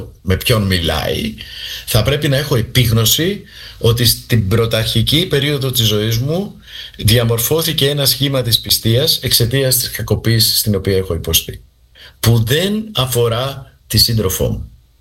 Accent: Crete, Greece; now in Cyprus; Απ' την άλλη μεριά είμαι από την Κρήτη, η καταγωγή μου είναι από την Κρήτη. Κουβαλάω κι εγώ όλο το συλλογικό τραύμα από την ανάγκη της ένωσης της Κρήτης με τη μητέρα πατρίδα

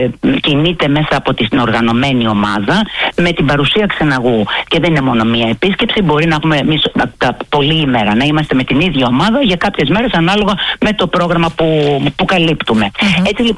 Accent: Turkey; Greek is a second language; έδωσε συγχαρητήρια για το επίπεδο τη γλώσσα μου, λέγοντα ότι μιλάω πολύ καλά αυτή τη γλώσσα. Αν και είμαι Τουρκάλα.

